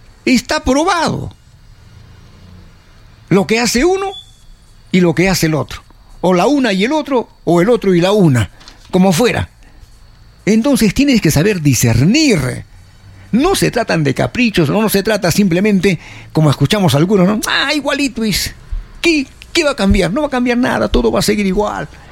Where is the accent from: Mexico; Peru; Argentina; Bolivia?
Peru; ¿qué cosas somos los peruanos?